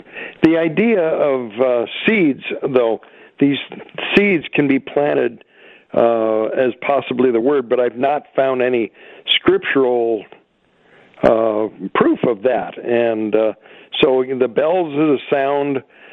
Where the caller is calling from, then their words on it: Smith River, California, United States; Smith River, California.